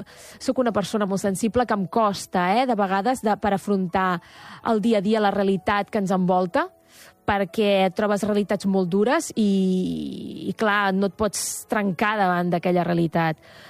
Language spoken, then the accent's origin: Catalan; Terrassa, Catalonia, Spain; also born or lived in Matadepera; jo sóc terrassenca i estic a Terrassa tot el... Bueno, m'encanta Terrassa.